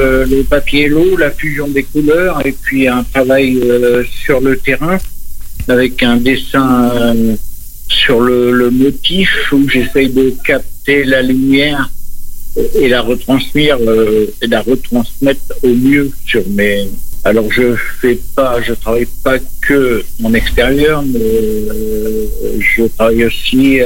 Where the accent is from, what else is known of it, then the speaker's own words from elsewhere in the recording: Nouvelle-Aquitaine, France; Alors, je suis originaire du Périgord vert.